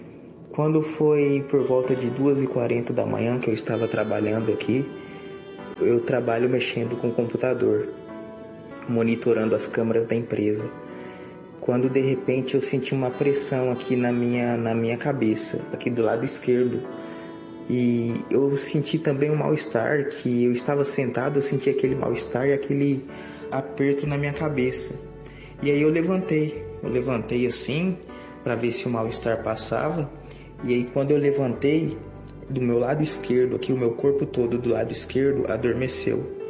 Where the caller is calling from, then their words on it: Lins, São Paulo, Brazil; sou aqui da cidade de Lins, interior de São Paulo.